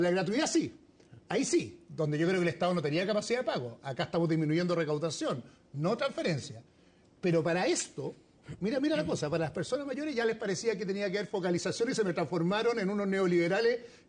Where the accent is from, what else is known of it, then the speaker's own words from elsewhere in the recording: Las Condes, Santiago Metropolitan Region, Chile; Yo me crié en Las Condes, en la Colón 9000.